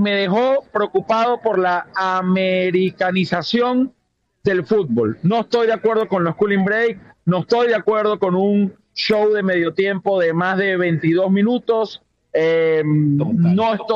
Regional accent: Venezuela

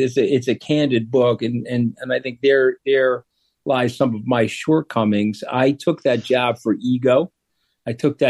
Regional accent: Long Island, New York, United States; I'm not a deep stater. I grew up on Long Island. I think I've been to Washington one time on a school field trip.

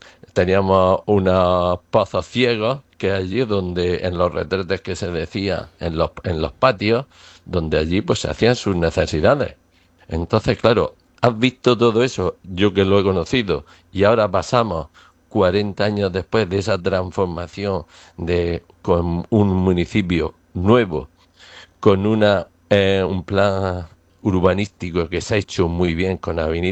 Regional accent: Pilar de la Horadada, Valencian Community, Spain

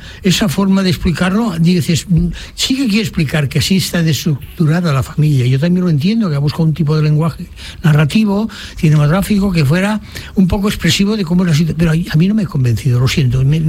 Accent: France; Y eso que es cine francés, que sabéis que soy una francesa.

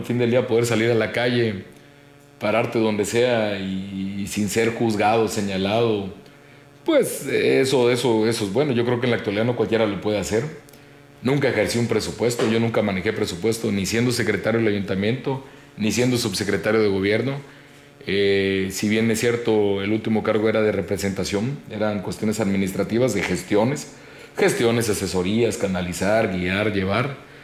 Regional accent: Ciudad del Carmen, Campeche, Mexico; yo soy de Ciudad del Carmen, ya ahorita ya me hablaron de que soy de otro lugar. No, yo soy de Ciudad del Carmen, nativo 100% de Ciudad del Carmen. Nací en casa de mi abuela con partera

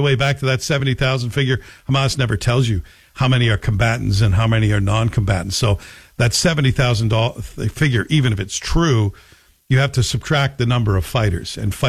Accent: Canada; as a Canadian, I'd be happy to spend that part of my tax dollars.

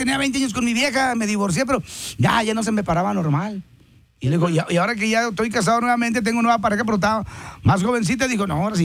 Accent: Monterrey, Nuevo León, Mexico; Yo crecí, bueno, nací en el Hospital Universitario, ¿va? Pero mis primeros pasos ahí en la Colonia Independencia, en Veracruz y Laguna de Tamiagua, ¿va?

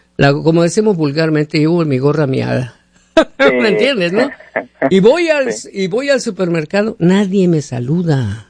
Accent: Mexico; claro que no, soy mexicano, ¿eh?

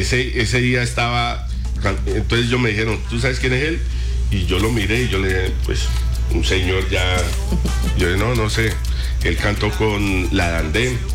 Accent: Cali, Valle del Cauca, Colombia; also born or lived in Barranquilla; yo soy de Colombia, yo nací en Barranquilla, pero crié en Cali.

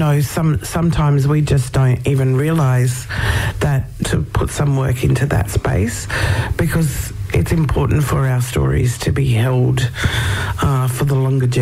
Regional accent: Alice Springs, Northern Territory, Australia; born there

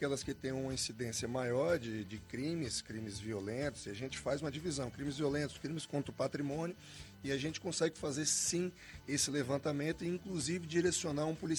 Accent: Salvador, Bahia, Brazil; now in Brasília, Brazil; eu mesmo vim de outro estado, de outra cidade de onde eu fui criado, de Salvador, Bahia. E realmente, quando a gente chega aqui em Brasília, a gente sente uma diferença.

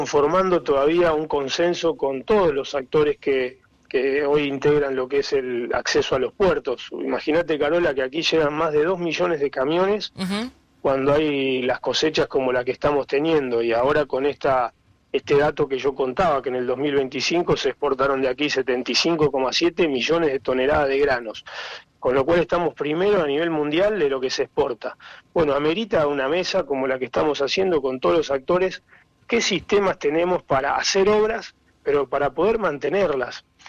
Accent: Santa Fe, Argentina; nosotros estamos también como santafesinos diciendo que también nos interesa el bioetanol, porque somos una provincia que producimos también maíz

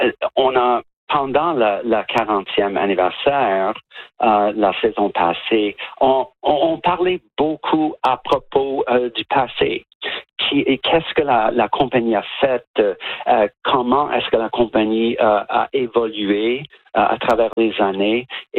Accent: New Brunswick, Canada

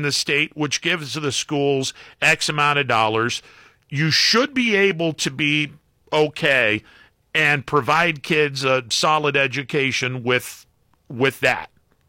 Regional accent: Columbiana County, Ohio, United States; I grew up in Columbiana County.

